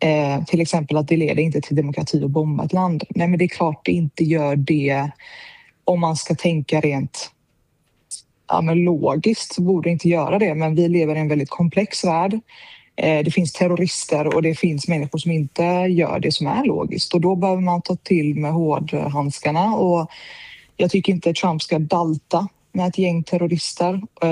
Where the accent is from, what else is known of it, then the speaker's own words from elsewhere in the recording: Sweden; Jag är ju även iransk medborgare och på pass då. Jag är ju född upp i Sverige